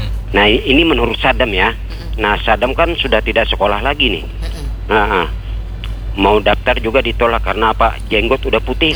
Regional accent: South Kalimantan, Indonesia; Nah, jadi ujar orang Banjar, ujar orang kita Banjar nih, biar tua tapi masih ahoy.

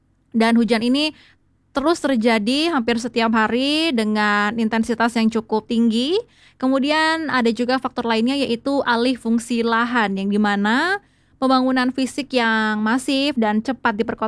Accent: Bali, Indonesia; sebagai warga Bali

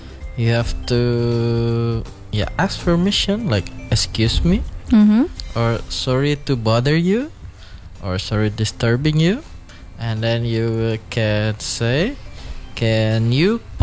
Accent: Lawang, West Sumatra, Indonesia; English is a second language; Oh, my hometown is in Lawang Agam.

